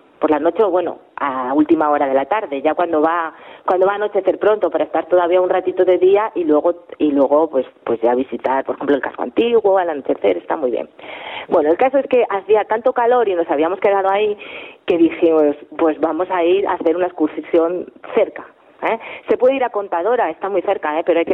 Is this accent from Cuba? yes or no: no; Spain; siendo español, o española, tienes el estándar muy alto de playas, ¿eh? Porque tenemos playas muy buenas.